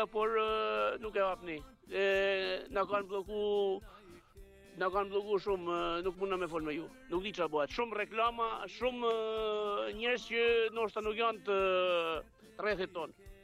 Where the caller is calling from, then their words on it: Greece; Jam lulëzimi nga Greqia.